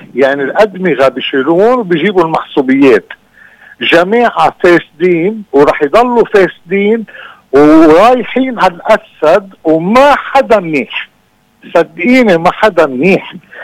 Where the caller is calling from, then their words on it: Beirut, Beirut Governorate, Lebanon; أنا من الأشرفية